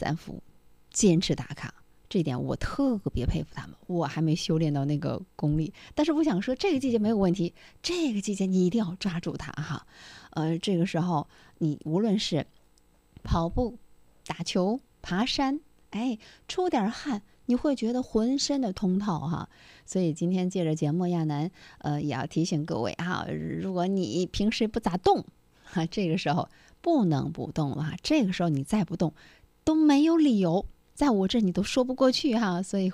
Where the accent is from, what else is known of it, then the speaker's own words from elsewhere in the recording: Dalian, Liaoning, China; 那是我们大连人吃肥蟹的最好的时间。